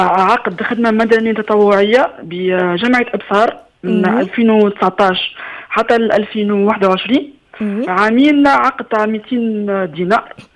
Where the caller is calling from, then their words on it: Tunis, Tunis Governorate, Tunisia; من تونس، عمري 34 سنة.